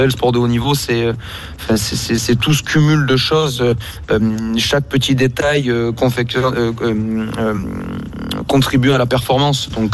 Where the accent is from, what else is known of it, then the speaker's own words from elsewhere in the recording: Marseille, Provence-Alpes-Côte d'Azur, France; c'est en réalité nous sommes originaires de Marseille